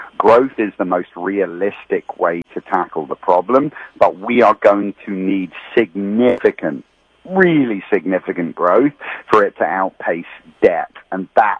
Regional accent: England, United Kingdom; now in United States; I'm from England, Great Britain originally, but I'm an American citizen. So I'm rooting for the U.S.

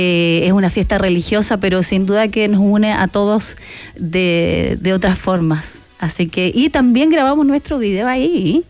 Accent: Iquique, Tarapacá, Chile; now in Santiago Metropolitan Region, Chile; yo soy de Iquique, de la región de Tarapacá.

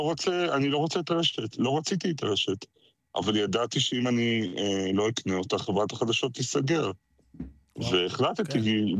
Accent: Ramat Gan, Tel Aviv District, Israel; אני רמת גני. הייתה ספרייה קטנה ברחוב החיצון, שזה גם אחלה שם ברמת גן

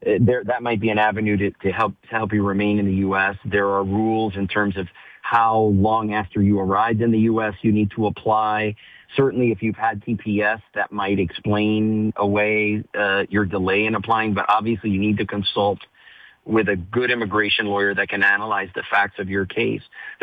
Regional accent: Miami-Dade, Florida, United States; I grew up here in Miami-Dade.

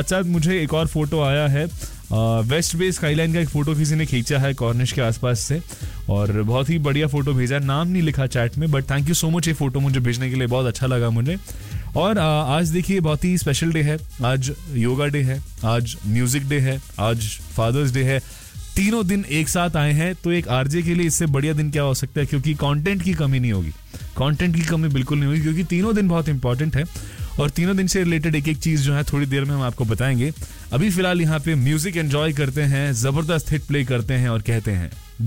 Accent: Delhi, India; moved away as an adult; now in Doha, Qatar; हम तो दिल्ली में पले बड़े हैं भाई, वहाँ पे तो गर्मी तो छोटी बात है हमारे लिए।

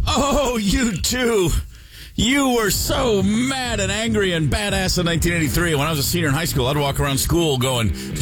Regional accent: Ireland; Yeah, that's right. I'm Irish.

